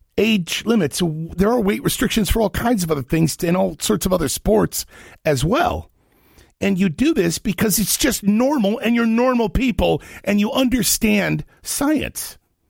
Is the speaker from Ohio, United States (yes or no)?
yes; Ohio, United States; When I grew up in Ohio